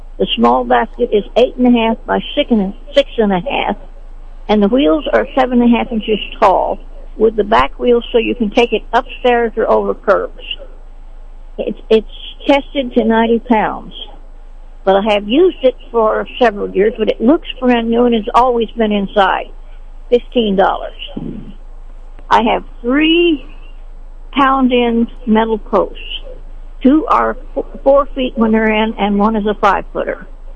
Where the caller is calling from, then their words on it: Sedalia, Missouri, United States; I'm calling from Sedalia